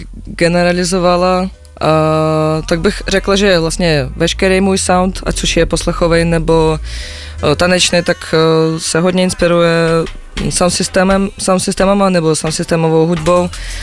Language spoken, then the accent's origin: Czech; Minsk, Belarus; moved away as an adult; now in Czech Republic; Já jsem byla na střední v Bělorusku, já právě pocházím z Minsku